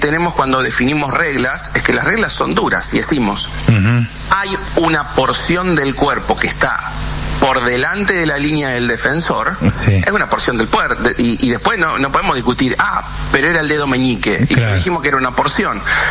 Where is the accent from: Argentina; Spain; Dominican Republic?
Argentina; also born or lived in Uruguay; Yo nací en Uruguay, vivo en Argentina, toda mi vida viví en Argentina desde los 5 años, pero yo nací en Uruguay.